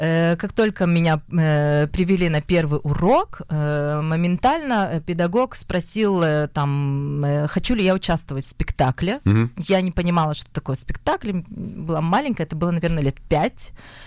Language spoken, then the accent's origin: Russian; Irkutsk, Irkutsk Oblast, Russia; born there; Родилась я в Сибири. В городе Иркутск.